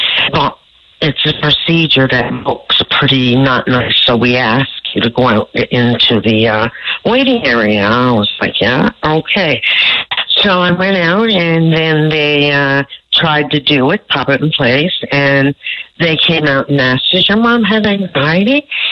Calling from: Newfoundland and Labrador, Canada; my fellow Newfoundland and Labrador people

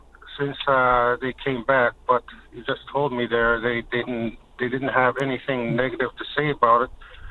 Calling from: Sheshatshiu, Newfoundland and Labrador, Canada; I'm an Indigenous person. I'm calling from Shishachu.

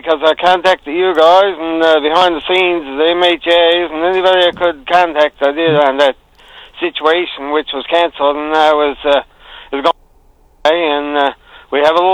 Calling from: Rock Harbour, Newfoundland and Labrador, Canada; from Rock Harbor on Bjorn Peninsula, long-time caller

